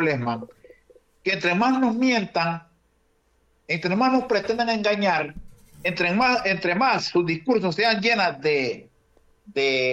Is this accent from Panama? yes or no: no; Honduras; yo les tengo que aguantar a esto como hondureño